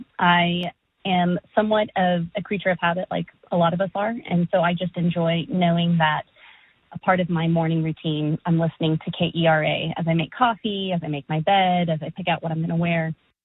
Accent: Fort Worth, Texas, United States; I am from Fort Worth.

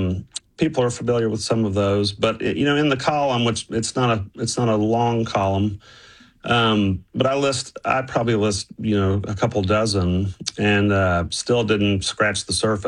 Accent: Temple, Texas, United States; And I grew up in Temple. I was a wildcat

